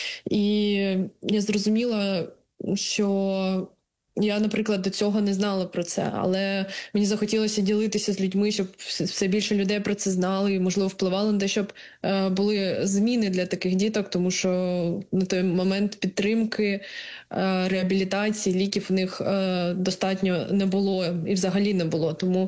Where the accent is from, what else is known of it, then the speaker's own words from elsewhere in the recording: Kharkiv, Kharkiv Oblast, Ukraine; Так, я з Харкова. Там народилися, і кілька поколінь моєї родини проживало в Харкові.